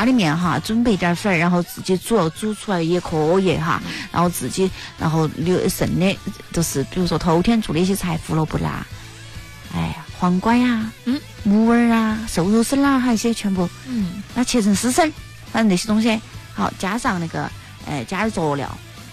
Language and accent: Chinese; Chongqing, China; 我们重庆人